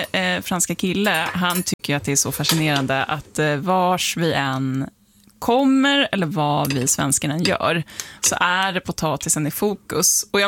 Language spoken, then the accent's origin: Swedish; Sweden; Ja, det är tydligen något som vi svenskar är besatta av.